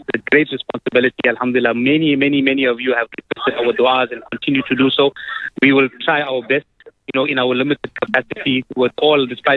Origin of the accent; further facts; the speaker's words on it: Durban, KwaZulu-Natal, South Africa; I'm from Durban.